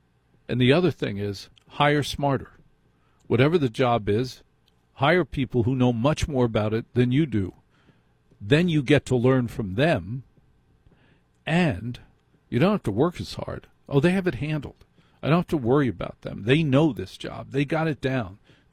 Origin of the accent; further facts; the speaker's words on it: New Jersey, United States; I'm from New Jersey.